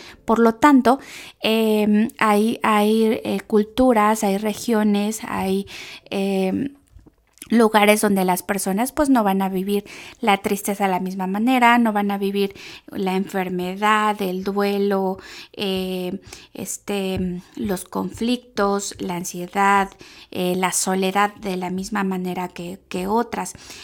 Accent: Mexico; como mexicanos pues también tenemos una gran variedad de gastronomía

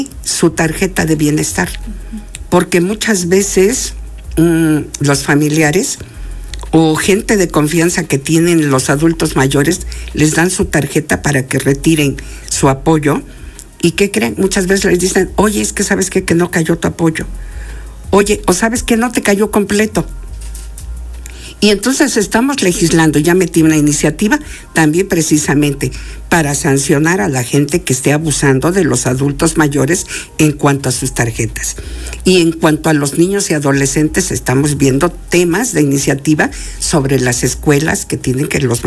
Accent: San Diego Acapulco, Puebla, Mexico

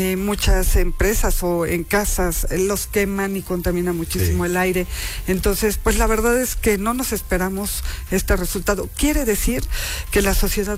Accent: Puebla, Mexico; si nosotros como poblanos pues caemos en la cuenta de la importancia de separar

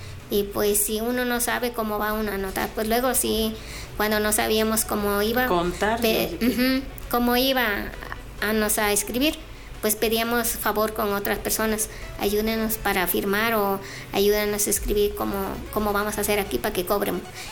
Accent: Cuitlaxtepec, Puebla, Mexico; now in Tehuacán, Mexico; yo soy de Cuitlaxtepec, San Antonio Cañada, es mi municipio.

